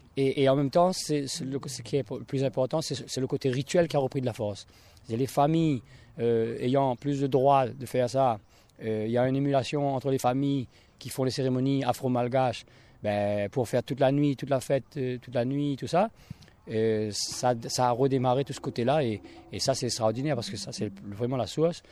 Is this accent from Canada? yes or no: no; Réunion; Ou alors, on est réunionnais, nourri de tous ces apports-là. Et moi, mes sens sont en éveil depuis petit avec les tambours malbar qui accompagnent les cérémonies rituelles tamoul malbar